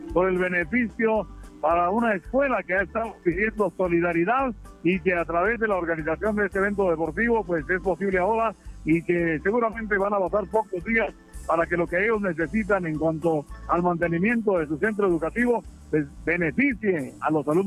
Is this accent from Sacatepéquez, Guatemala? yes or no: no; Amatitlán, Guatemala Department, Guatemala; vengo del departamento de Guatemala, de Amatitlán, por supuesto